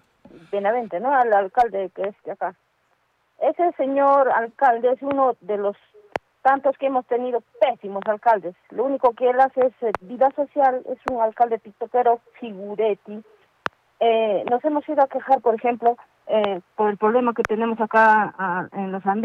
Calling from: Arequipa, Peru; yo soy del distrito de Alto Cerro Alegre

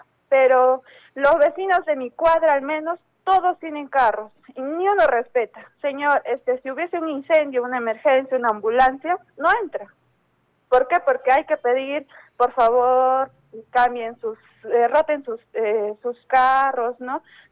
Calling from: Socabaya, Arequipa, Peru; Yo también soy vecina de La Campiña, de Socabaya.

